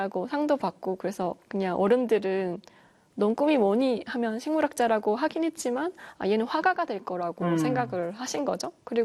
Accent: South Gyeongsang, South Korea; 경남에서 주로 컸는데, 이사를 워낙 많이 다녀서, 네. 그런데 전부 다 진짜 시골이었어요.

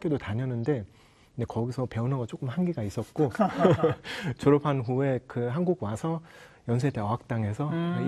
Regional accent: Germany; Korean is a second language; moved away as an adult; now in South Korea; 예, 아버지는 독일 사람이고 그래서 전 독일에서 태어나고 컸는데 근데 이제 한국 와서 건축가로서 활동하고 있습니다.

